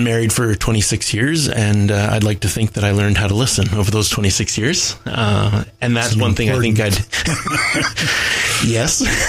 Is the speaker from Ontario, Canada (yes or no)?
yes; Bancroft, Ontario, Canada; also born or lived in Toronto; now in Cardiff, Canada; I was born and raised in Bancroft, Ontario. I was born at the Bancroft Hospital, and my parents had a cattle farm near Maynooth, which is north of town. I left small town